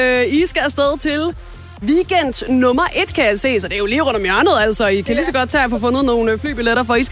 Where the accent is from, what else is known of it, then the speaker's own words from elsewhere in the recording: Zealand, Denmark; Jeg elsker, når jeg har en fellow falstring med